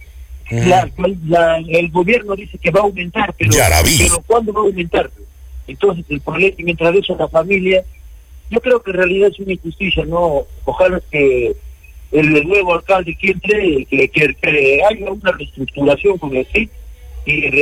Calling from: Arequipa, Peru; acá yo vivo en Selva Alegre.

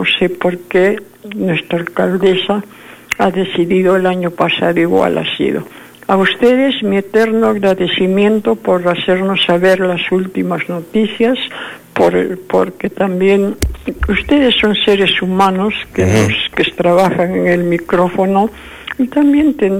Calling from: Arequipa, Peru; nosotros los arequipeños

